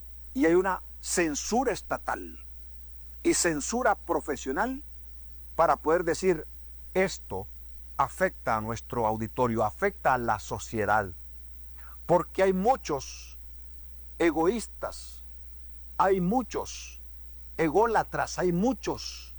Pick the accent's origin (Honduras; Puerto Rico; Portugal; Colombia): Honduras